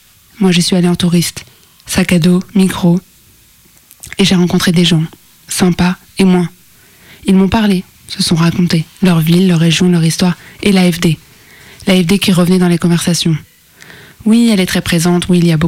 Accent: France

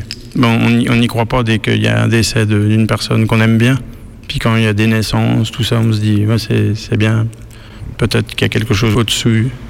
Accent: Bourgogne-Franche-Comté, France; Je suis du Morvan, mais je suis pas d'ici. Moi, je suis de la Nièvre, près de Château-Chinon.

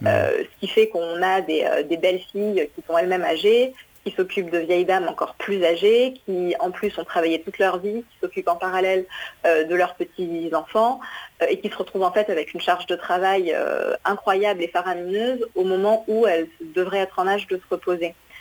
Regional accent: Bordeaux, Nouvelle-Aquitaine, France; je suis arrivée à la campagne, j'avais 8 ans, je venais plutôt de Bordeaux, donc de la ville

